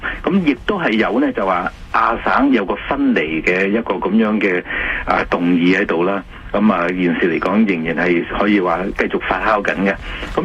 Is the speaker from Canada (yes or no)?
yes; Canada